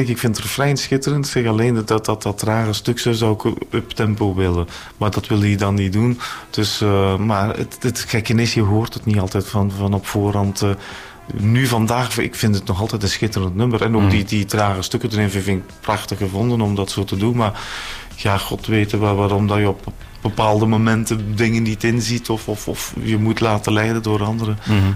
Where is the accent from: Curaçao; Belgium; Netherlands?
Belgium; Flanders; we zijn Vlamingen